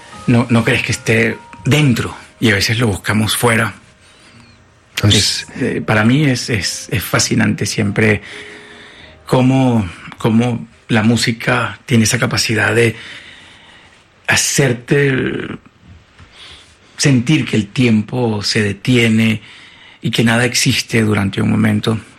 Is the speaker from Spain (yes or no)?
no; Venezuela; nosotros como venezolanos